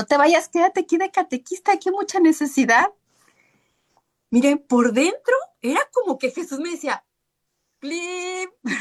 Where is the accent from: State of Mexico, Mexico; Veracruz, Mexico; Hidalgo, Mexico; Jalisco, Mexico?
Jalisco, Mexico; Guadalajara; salir de mi pueblo de Guadalajara, de México, era Guadalajara